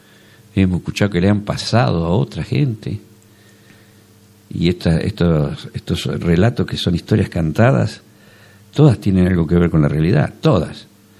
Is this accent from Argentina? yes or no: yes; Argentina; lo que somos los argentinos